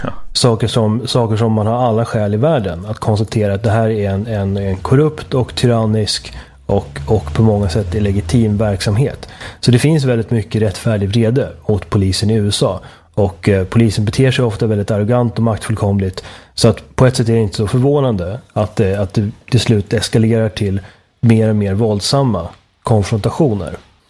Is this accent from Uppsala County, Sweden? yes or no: yes; Uppsala, Uppsala County, Sweden; Ja, en väldigt intressant kulturstrid från min hemstad. Min hemstad som blir svårare och svårare att känna stolthet och kärlek inför.